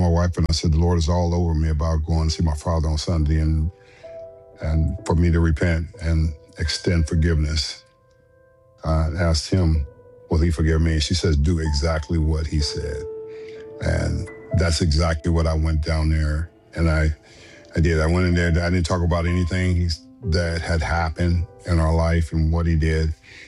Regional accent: Los Angeles, California, United States; born or raised there

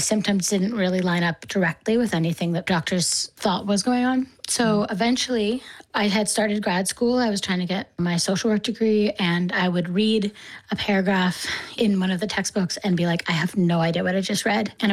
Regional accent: East Coast, United States; I'm from the East Coast

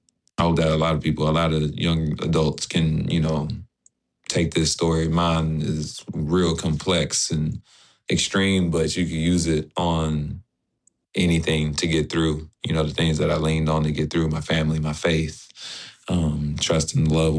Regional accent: United States; we're all American. At the end of the day, that flag represents every single one of us. And I'm proud to have that flag, just like everybody else.

